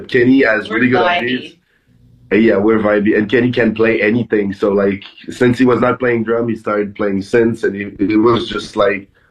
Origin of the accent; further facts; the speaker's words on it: Canada; We're Canadian.